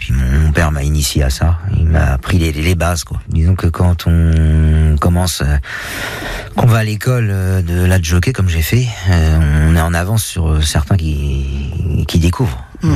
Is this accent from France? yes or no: yes; Avranches, Normandy, France; Je suis né à Avranches déjà. Mmh. Mes parents étaient de la Manche, donc j'ai passé toute mon enfance ici.